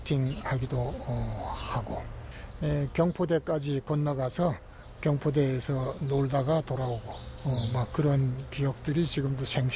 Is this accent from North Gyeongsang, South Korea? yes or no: no; Gangneung, Gangwon, South Korea; 우리 내 고향 초당 두부가 최고라고 생각합니다.